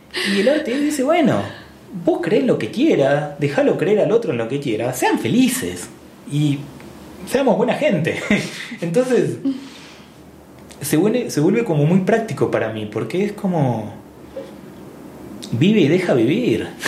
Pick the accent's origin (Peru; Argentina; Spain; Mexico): Argentina; now in Ecuador; El bolón es ecuatoriano y a mí me encanta y soy argentino.